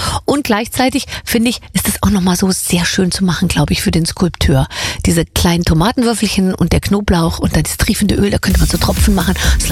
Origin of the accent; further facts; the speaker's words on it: Gröbenzell, Bavaria, Germany; dass vielleicht irgendwann mal eine Gemeinde, vielleicht sogar meine Heimatgemeinde Gröbenzell, auf mich zukommt